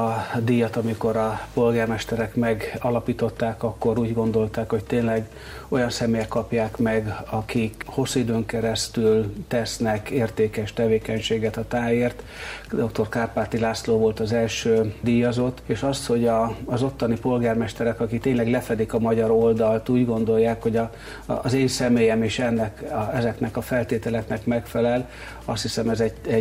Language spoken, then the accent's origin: Hungarian; Sopron, Győr-Moson-Sopron, Hungary; ha 25 évvel ezelőtt azt kérdezték volna, hogy ki vagyok, akkor azt mondom, hogy a Soproni vagyok, most viszont már azt mondom, hogy az egész tájhoz tartozom